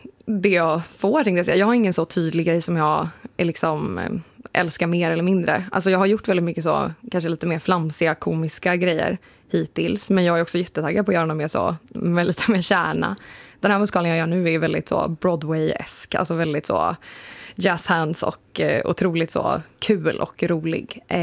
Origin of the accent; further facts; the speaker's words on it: Säffle, Värmland, Sweden; born there; moved away; Men just nu är jag hemma i Värmland och bygger på min lillasysters hus om dagarna.